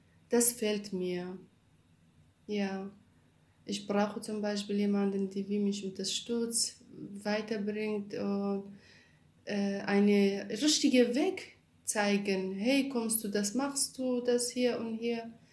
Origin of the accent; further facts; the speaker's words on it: Kurdistan Region, Iraq; German is a second language; now in Germany; Nordirak, ich bin Kurdin.